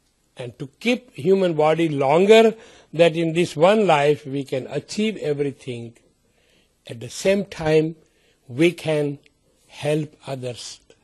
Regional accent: India; moved away; I came from India, I brought Indian culture now.

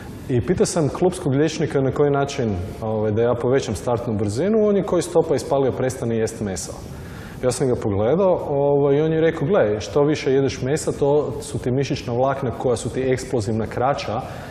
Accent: Zagreb, Zagreb County, Croatia; imam 42 godine, iz Zagreba sam

